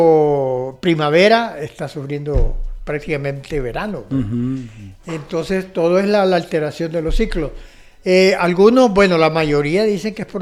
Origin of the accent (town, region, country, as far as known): Honduras